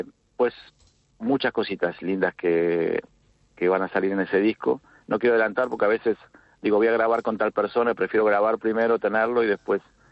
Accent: Argentina; now in Spain; Soy de Argentina y vivo en España, soy español, pero bueno, también un poco argentino, o soy de los dos lados, ¿no?

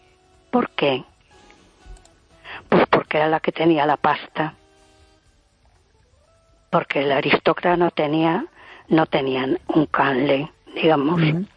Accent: A Coruña, Galicia, Spain

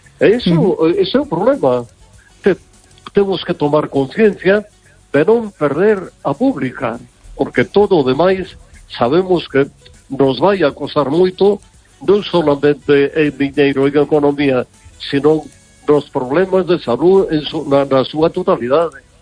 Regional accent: Vigo, Galicia, Spain

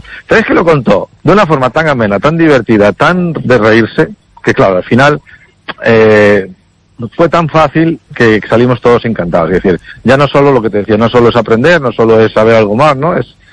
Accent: Galicia, Spain; porque nos explicó Galicia en siete objetos, y yo salí de esa conferencia pensando, joder, qué bonita es mi tierra

